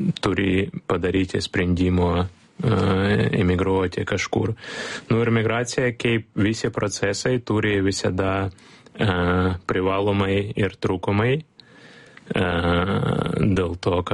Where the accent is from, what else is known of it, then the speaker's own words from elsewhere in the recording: Ukraine; Lithuanian is a second language; now in Lithuania; Nors čia labai, labai šilta, kaip ukrainietis, ar aš galvoju tokie, kas dar, daugiau ir daugiau yra užsieniečių Lietuvoje taip pat.